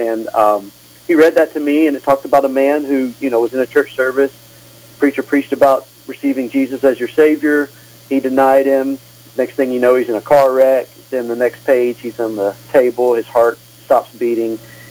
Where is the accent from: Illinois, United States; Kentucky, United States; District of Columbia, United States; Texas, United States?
Kentucky, United States; Glasgow; born there; now in Yuma, United States; So I was born in Glasgow, Kentucky, and born in, you know, raised in church